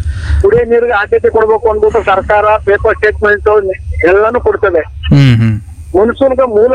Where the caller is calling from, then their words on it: Hoovinakola, Karnataka, India; Sir ಹೂವಿನಕೋಳದಿಂದ ಮುನಿನಳ್ಳಿ ಗ್ರಾಮ ಪಂಚಾಯತಿ ಮಾಜಿ ಉಪಾಧ್ಯಕ್ಷರು.